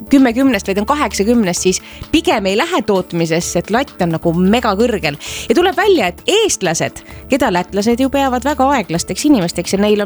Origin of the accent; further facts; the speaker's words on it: Latvia; Ma olen lätlane. Ma olen lätlane